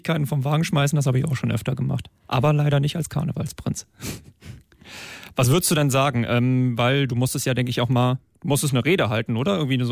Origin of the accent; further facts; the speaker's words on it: Lippling, North Rhine-Westphalia, Germany; Ich komme aus Lippling.